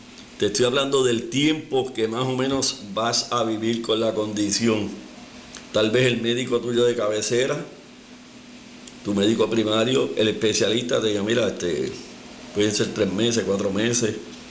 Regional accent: Puerto Rico; como somos nosotros los boricuas

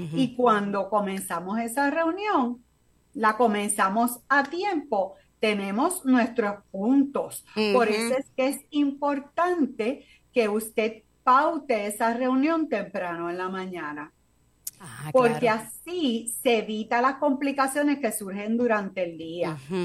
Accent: Puerto Rico; Sabemos, todos somos puertorriqueños, ¿verdad?

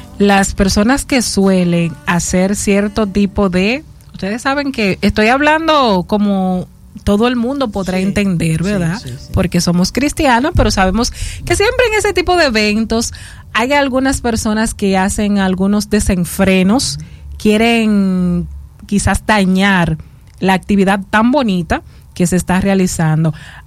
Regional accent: Dominican Republic; como dominicanos que somos

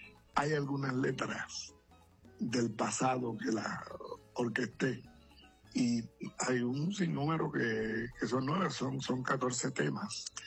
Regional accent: Naranjito, Puerto Rico; born there; el 6 de mi pueblo, que tú lo tienes hasta un anuncio por ahí, el 6 de Naranjito

